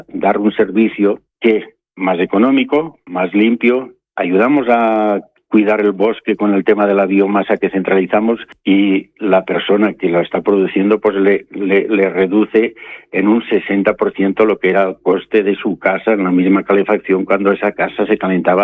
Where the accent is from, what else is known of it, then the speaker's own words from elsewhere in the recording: Portell de Morella, Valencian Community, Spain; Portell somos una pequeña localidad, como bien decís, que tiene mucho patrimonio. Está situada en pleno corazón de la comarca del Sport, en el norte de la provincia de Castellón. Sí que somos Castellón de la Plana